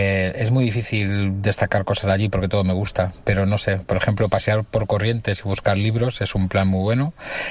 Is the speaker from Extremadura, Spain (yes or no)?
no; Madrid, Community of Madrid, Spain